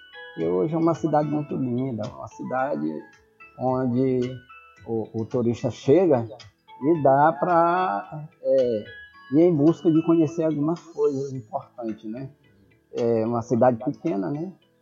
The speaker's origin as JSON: {"language": "Portuguese", "town": "Codó", "region": "Maranhão", "country": "Brazil", "tie": "born there", "said": "Nasci em Codó."}